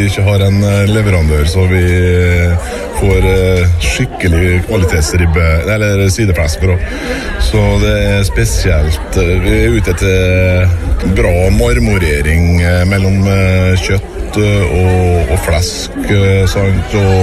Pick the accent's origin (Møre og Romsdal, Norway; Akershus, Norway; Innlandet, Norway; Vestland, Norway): Møre og Romsdal, Norway; Averøy; Vi er fra Averøya, fra, kommer fra Langøya.